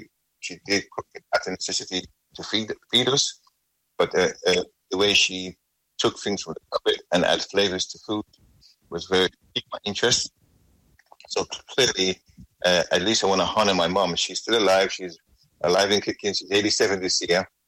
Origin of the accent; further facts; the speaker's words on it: England, United Kingdom; born there; now in Saint Lucia; I'm a Jamaican mother, Asian father, living in St. Lucia, born in England.